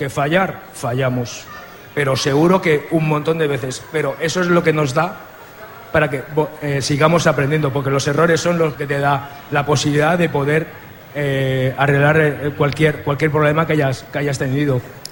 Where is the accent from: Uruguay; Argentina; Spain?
Spain; Catalonia; yo soy de la COPE de toda la vida. Yo también. Bien, entonces sabrás que el barrio de Cooperativa ha sido un barrio siempre muy reivindicativo.